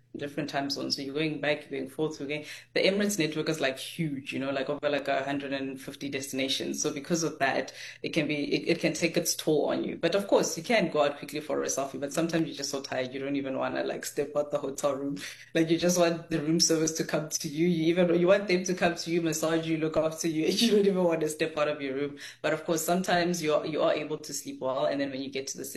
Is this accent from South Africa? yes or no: yes; Pietersburg, Limpopo, South Africa; also born or lived in Pretoria; I was born in Limpopo, called Pietersburg. I'm a bit upset that they changed the name now